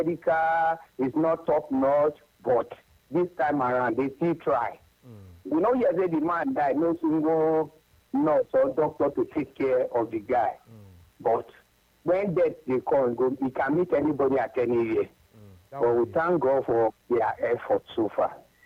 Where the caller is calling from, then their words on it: Ikorodu, Lagos, Nigeria; I'm calling from Ikorodu.